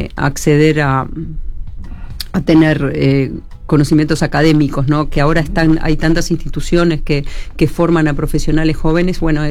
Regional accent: Montevideo, Uruguay; moved away as an adult; also born or lived in Punta del Este, Uruguay; Nací acá, nací en el Hospital Cantegril, en unas vacaciones o en un año que mis padres estuvieron viviendo acá, y después volvimos a Montevideo, donde viví hasta los 18 años, que después empecé a viajar, viví por muchos lugares.

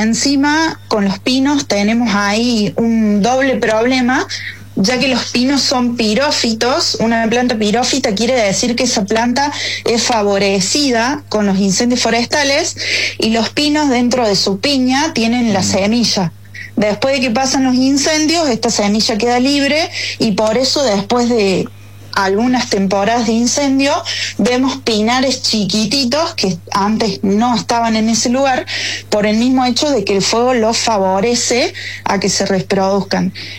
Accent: Argentina; como argentinos por ahí es muy difícil acceder a estas capacitaciones internacionales, porque para nosotros es muchísima plata

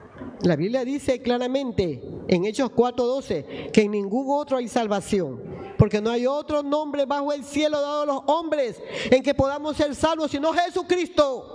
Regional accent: Guayaquil, Guayas, Ecuador; born there; Usted dígale gracias porque nací en Guayaquil

